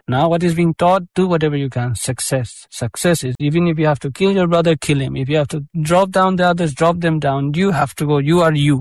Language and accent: English; Spain; English is a second language; Just like I'm from Spain, we could have so many people here from so many countries